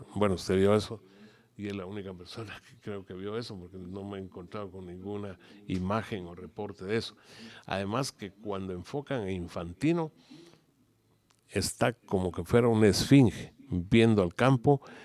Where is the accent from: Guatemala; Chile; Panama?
Guatemala; soy guatemalteco